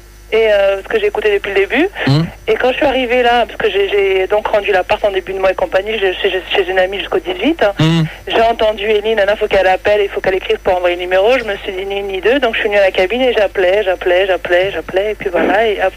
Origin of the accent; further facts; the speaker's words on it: Le Mans, Pays de la Loire, France; Oui, moi, je suis du Mans, moi.